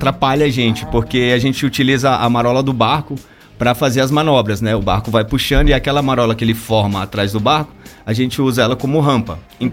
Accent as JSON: {"language": "Portuguese", "town": "Brasília", "region": "Federal District", "country": "Brazil", "said": "Eu sou daqui de Brasília"}